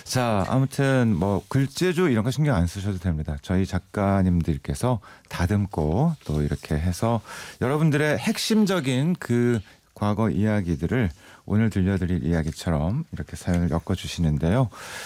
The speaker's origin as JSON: {"language": "Korean", "region": "Seoul", "country": "South Korea", "said": "저는 서울 사람. 태어나 보니 부모님 두분다 두산 베어스 팬이셨고 모태 베어스 팬. 그런데 제가 대구로 대학을 가게 됩니다. 서울에서 내려와 대구에서 자취하는 그것도 복학생."}